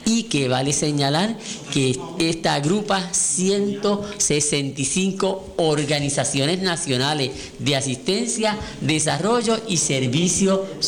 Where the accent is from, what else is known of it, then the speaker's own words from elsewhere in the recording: San Germán, Puerto Rico; nosotros como puertorriqueños, como sanjermeños, como caribeños.